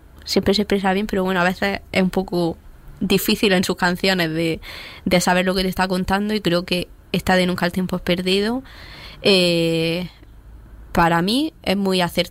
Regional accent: Catalonia, Spain; born there; now in Almería, Spain; nací en el Mediterráneo, en Cataluña. Soy catalana y encima de adopción almeriense. Y nací en el Mediterráneo y sigo en el Mediterráneo

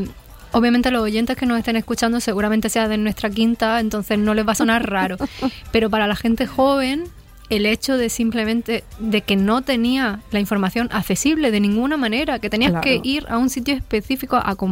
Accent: El Ejido, Andalusia, Spain; Yo soy de Elegido, o sea, yo vivo en Elegido. Elegido es un pueblo, no es Almería, no es una ciudad.

